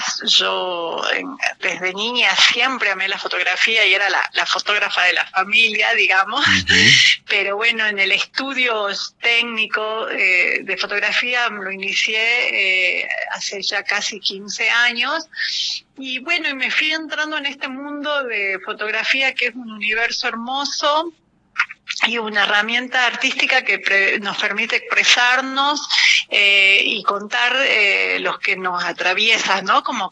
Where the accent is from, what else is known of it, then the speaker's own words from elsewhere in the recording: Jujuy, Argentina; soy jujeña, hasta el tuétano siempre digo, vivo acá en San Salvador, enamorada de mi provincia